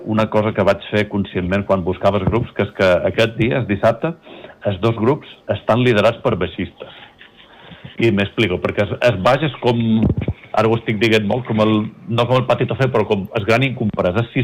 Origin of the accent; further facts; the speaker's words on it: Ibiza, Balearic Islands, Spain; born there; som nascuts aquí a Eivissa